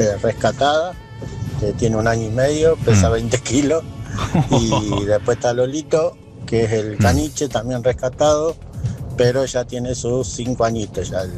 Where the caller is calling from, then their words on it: San Miguel, Buenos Aires Province, Argentina; de San Miguel, trabajando con el coche.